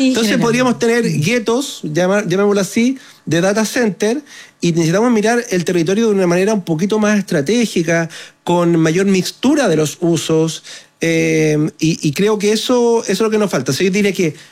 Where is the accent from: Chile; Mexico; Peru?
Chile